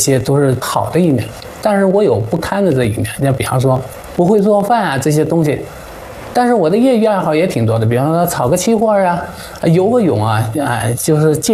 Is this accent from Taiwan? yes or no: no; southern China, China; 因为我是南方人